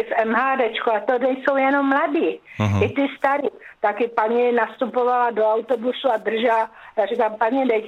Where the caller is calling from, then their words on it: Prague, Czechia; also born or lived in Tunisia; Já jsem z Prahy.